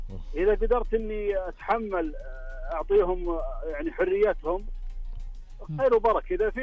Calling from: Al-Jawf, Saudi Arabia; من الجوف.

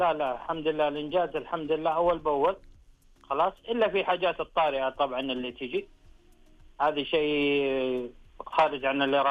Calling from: Jeddah, Makkah Province, Saudi Arabia

